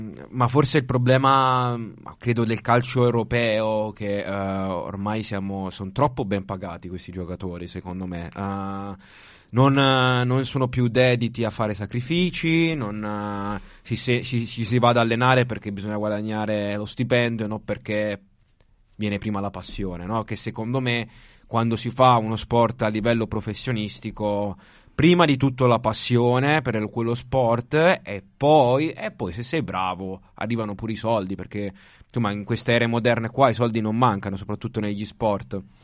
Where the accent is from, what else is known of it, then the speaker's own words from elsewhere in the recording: Reggio Emilia, Emilia-Romagna, Italy; tra l'altro squadra che gioca vicino a casa mia, dove sono cresciuto, a Reggio Emilia.